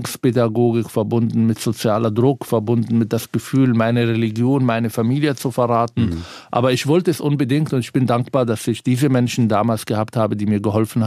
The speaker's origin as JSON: {"language": "German", "country": "Palestine", "lives_now": "Berlin, Germany", "said": "Ich bin Palästinenser. Das Allereinfachste wäre, wenn ich nach dem 7. Oktober gesagt habe, ich bin auf der Seite der Palästinenser, auf Demos hier gegangen bin und einfach auch meine Identität als Palästinenser"}